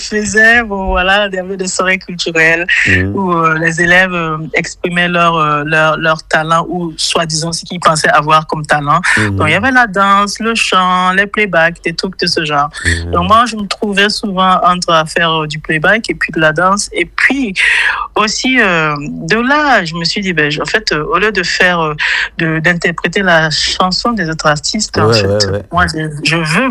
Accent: Burkina Faso; now in Berlin, Germany; je suis originaire du Burkina Faso et réside en Allemagne, plus précisément à Berlin.

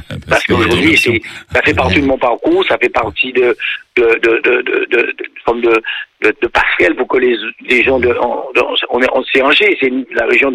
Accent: Saint-Claude, Guadeloupe; Oui, je suis né à Saint-Claude, moi je suis un vrai Saint-Claudien. J'habitais tout en bas de la Souffrière.

